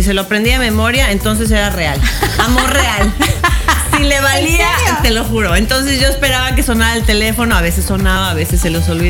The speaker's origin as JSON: {"language": "Spanish", "town": "Mérida", "region": "Yucatán", "country": "Mexico", "tie": "born or raised there", "said": "en mi pueblo sí, ¿eh? Aquí en Mérida"}